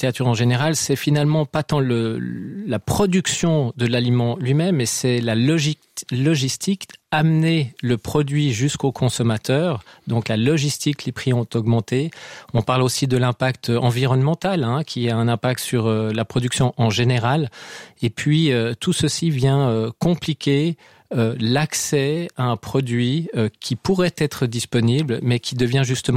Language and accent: French; Geneva, Switzerland; chez nous, à Genève